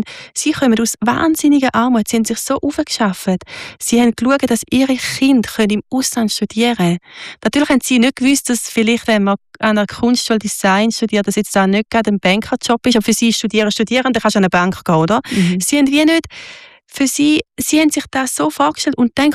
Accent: Switzerland; Wo wir hinkommen, werden wir geliebt als Schweizer. Nur schon mit unserer weißen Haut werden wir überall geliebt.

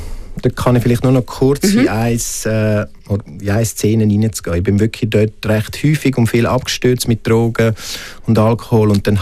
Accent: Graubünden, Switzerland; moved away; als ich dann weg bin aus dem Engadin, als ich auf Zürich bin.

